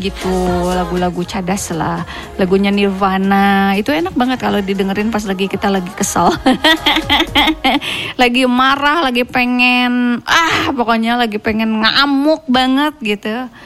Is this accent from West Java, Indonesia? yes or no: yes; West Java, Indonesia; Karena kita orang Sunda gitu ya.